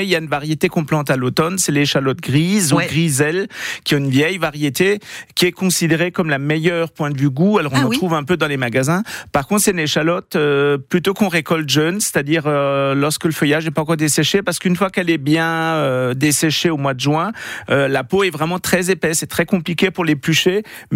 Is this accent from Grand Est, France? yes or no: yes; Grand Est, France